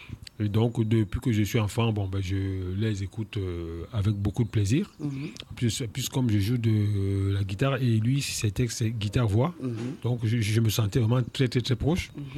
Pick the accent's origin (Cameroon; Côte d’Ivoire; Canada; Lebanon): Cameroon; now in Paris, France; Voilà, je suis dans le 14e, mais rassurez-vous, j'ai grandi au Cameroun.